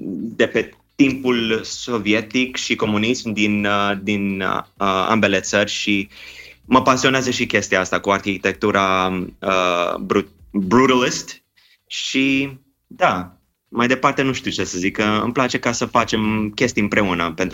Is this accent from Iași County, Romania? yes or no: yes; Iași County, Romania; mama se trage de acolo, bunicii mei sunt din Moldova de lângă Iași. Așa. Și am copilărit pe acolo și am avut tot timpul curiozitatea asta să aflu mai departe.